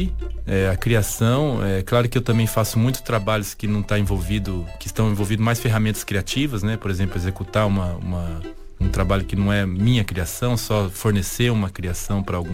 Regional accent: Amazon, Brazil; now in Portugal; de ser do interior da Amazônia, de viver aqui

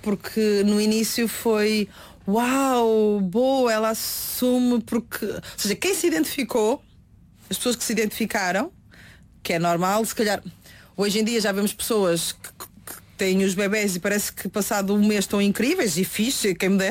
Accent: Northern Portugal, Portugal; accent: northern pronúncia; moved away; De quando eu estava no Norte.

